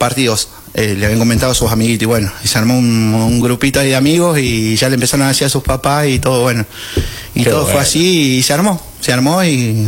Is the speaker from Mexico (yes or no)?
no; Laboulaye, Córdoba, Argentina; somos de acá de la Oblaye